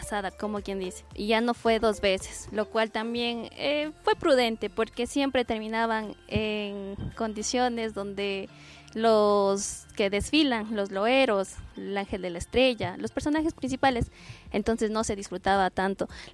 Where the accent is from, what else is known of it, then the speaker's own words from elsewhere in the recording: Latacunga, Cotopaxi, Ecuador; yo soy oriunda de Latacunga